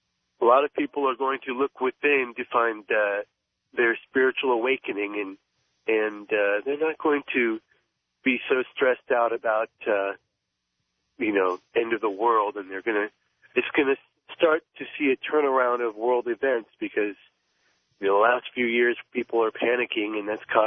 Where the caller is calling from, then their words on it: Las Vegas, Nevada, United States; I'm calling from Las Vegas, Nevada.